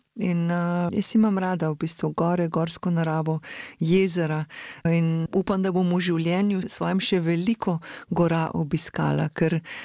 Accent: Lesce, Upper Carniola, Slovenia; jaz sem doma iz Lesc na Gorenjskem, kjer kraljuje nad vasjo stol in tudi cele karavanke zelo zaznamujejo te kraje in za mene je ta pogled bil vedno pogled na dom.

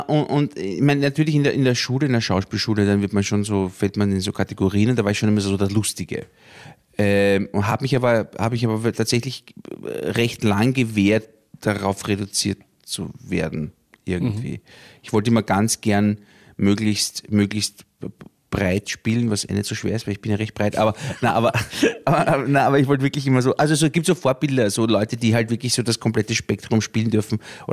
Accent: Vienna, Austria; Ich komme aus Favoriten, bin im 10. Bezirk aufgewachsen. Und eigentlich nie so wirklich weggegangen. Also ich wohne jetzt im fünften Bezirk, also es ist nicht so weit.

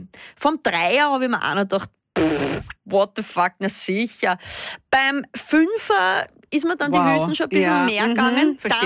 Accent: Ternitz, Lower Austria, Austria; ich bin ja auch immer mit 15 da in dieses Bad in Ternitz, wo ich aufgewachsen bin, gegangen

